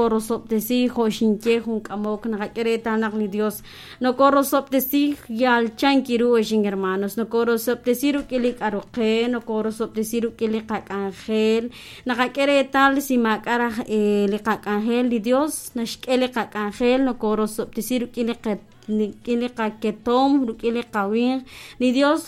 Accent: Tucurú, Alta Verapaz, Guatemala; now in Quetzaltenango, Guatemala; Buenas noches, hermana. Saludo desde Quetzaltenango, soy de Tucurucha.

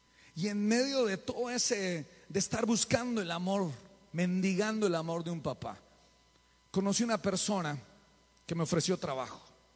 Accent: Colombia; moved away; yo vengo de Colombia

